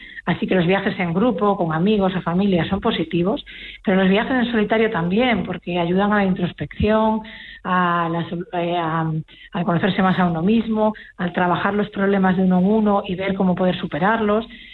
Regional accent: Galicia, Spain; Los gallegos acuden, como gallega que soy

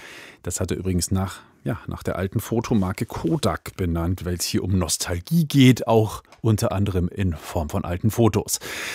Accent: Bavaria, Germany; weil er aus dem Landkreis Miesbach kommt, das ist auch meine Heimat

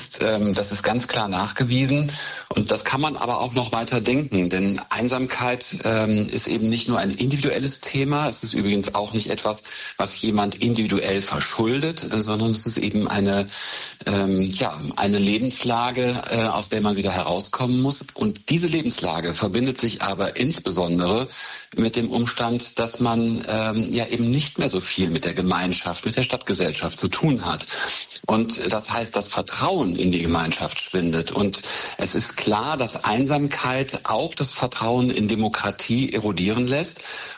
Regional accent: Cologne, North Rhine-Westphalia, Germany; Wir kennen alle den Ruf, den Köln hat, auch das, was ich als Kölner auch wirklich sehr gern mag.

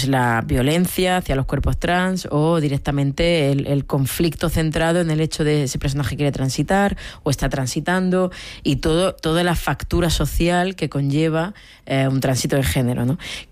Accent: Níjar, Andalusia, Spain; recuerdo el día que llegué a Níjar con 3 años. Sí, estuve pues toda mi infancia y la mayor parte de mi adolescencia en Níjar y mi familia sigue viviendo allí.

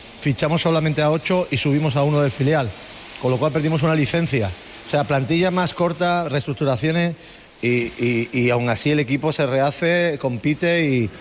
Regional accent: Málaga, Andalusia, Spain; Y yo soy de Málaga, yo soy de Maristas, yo muy orgulloso

